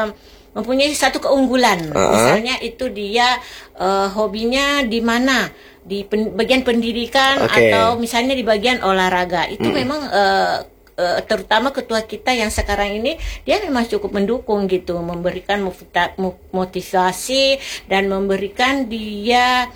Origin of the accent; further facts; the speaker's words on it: South Sulawesi, Indonesia; terutama orang kita Bugis ya, nah, walaupun kita tinggal di rantau, tetap kita terus mengawasi